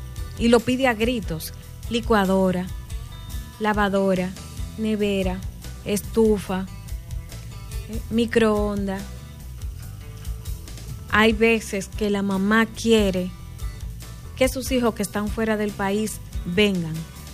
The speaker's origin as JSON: {"language": "Spanish", "country": "Dominican Republic", "said": "como dominicanos nosotros tenemos una tradición"}